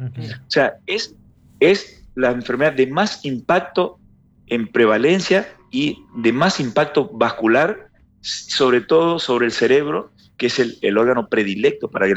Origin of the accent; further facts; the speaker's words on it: General José de San Martín, Chaco, Argentina; yo era chico en mi pueblo, yo soy de Chaco de San Martín